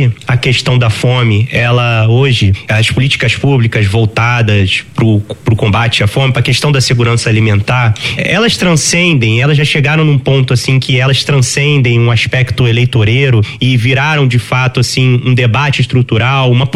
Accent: Niterói, Rio de Janeiro, Brazil; Eu digo que eu só sou carioca na minha certidão, que eu sou nascido no Rio, morei a vida inteira em Niterói, mas mesmo assim não faz muita diferença.

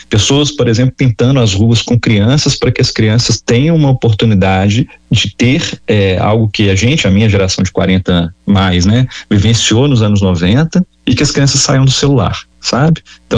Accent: Juiz de Fora, Minas Gerais, Brazil

